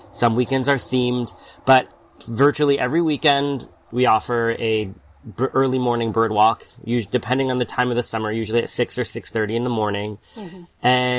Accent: Hudson Valley, New York, United States; And I grew up in the Hudson Valley

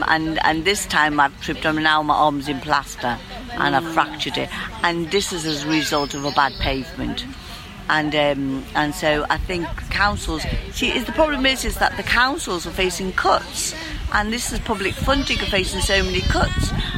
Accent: Liverpool, North West England, United Kingdom; now in London, United Kingdom; I'm an artist based in London, professional artist, live in London, but I'm from Liverpool.

